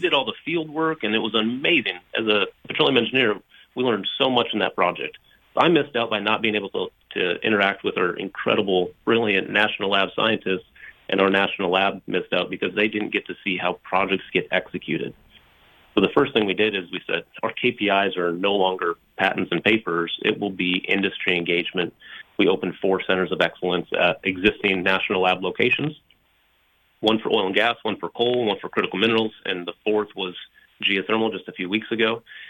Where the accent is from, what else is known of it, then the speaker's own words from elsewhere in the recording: Tioga, North Dakota, United States; moved away as an adult; now in Washington, D.C., United States; I was raised in Tioga, just outside of our family's farm. My grandparents still live on the homestead. That's just a few miles east of the Iverson Discovery Well.